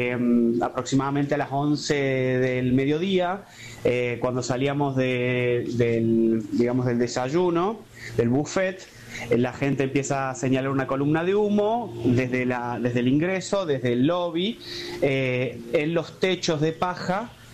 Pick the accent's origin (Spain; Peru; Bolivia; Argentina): Argentina; Córdoba